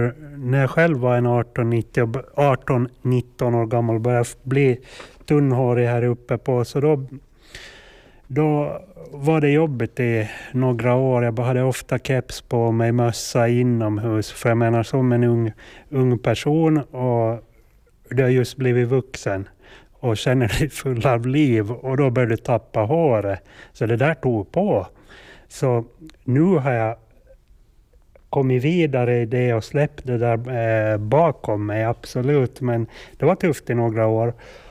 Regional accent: Sviby, Åland, Finland; Så det här är just fotograferade hemma i Sviby. Sen har vi Jungfruskär där vi var ofta med. Där var med föräldrarna när jag var en 8-10 år gammal. Vi var ofta där på somrarna. Och så de är alla bilder tagna på Åland och flera i Sviby barndomstrakten.

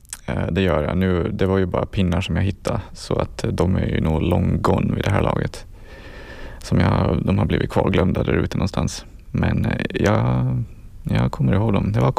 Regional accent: Jomala, Åland, Åland Islands; jag gick här i skolan när jag var liten i Vikingåsen.

